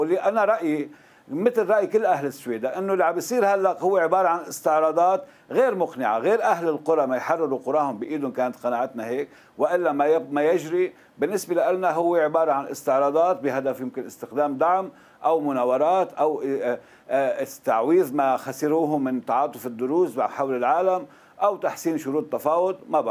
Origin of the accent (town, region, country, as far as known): As-Suwayda Governorate, Syria